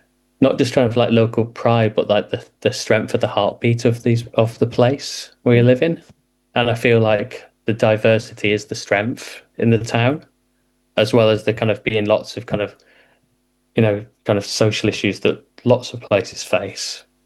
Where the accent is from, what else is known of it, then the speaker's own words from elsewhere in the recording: North West England, United Kingdom; I'm originally from Lancashire as well, so kind of my art's kind of taken me all around the country, but it's kind of really nice to kind of land back in to kind of the place I grew up in as well